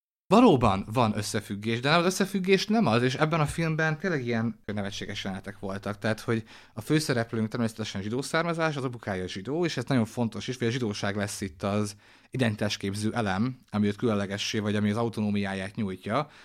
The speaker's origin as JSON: {"language": "Hungarian", "country": "Hungary", "said": "Itt érzem maga, hát igazából sértve magyarként, úgyhogy ennek a társadalomnak a tagja vagyok"}